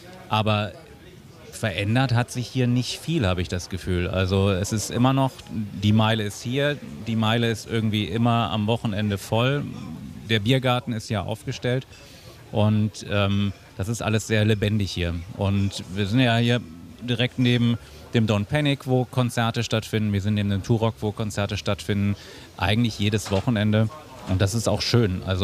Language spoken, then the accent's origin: German; Bonn, North Rhine-Westphalia, Germany; also born or lived in Cologne; Also ich komme jetzt zum Beispiel gar nicht aus dem Ruhrpott. Ich komme eigentlich aus Bonn bzw. Köln